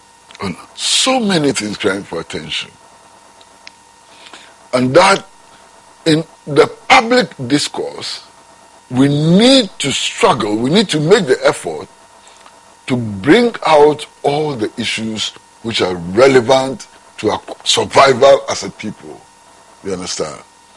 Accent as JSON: {"language": "English", "country": "Ghana"}